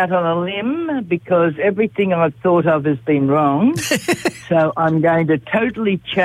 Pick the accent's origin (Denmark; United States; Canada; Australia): Australia; Whipperee, New South Wales; from Whipperee in New South Wales, and there was only about 20 people there, so we were in the middle of nowhere